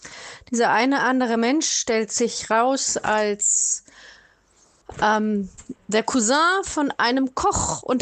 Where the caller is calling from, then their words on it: Germany; weil ich war ja Deutsche.